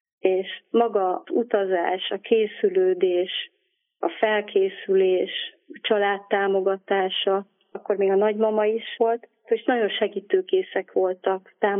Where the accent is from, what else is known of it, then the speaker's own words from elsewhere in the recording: Szabolcs-Szatmár-Bereg, Hungary; also born or lived in Debrecen; 50 éves elmúltam, én falun növekedtem a nagymamámnál, szülők terében Debrecenből indultunk, ott születtem, és Mária Pócs mellett Kiricsén volt a nagymamáméknak, a nagyszülőknek a otthona.